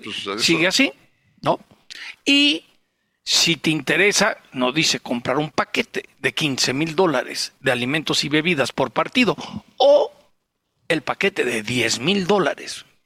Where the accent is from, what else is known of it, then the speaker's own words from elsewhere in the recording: Mexico; duele como mexicano